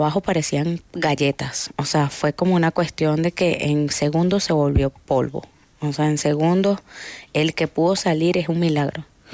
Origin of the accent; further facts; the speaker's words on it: La Guaira, Venezuela; crecimos en La Guaira, o sea, nacimos ahí y yo... O sea, pasamos la tragedia de Vargas, yo tenía 14 años.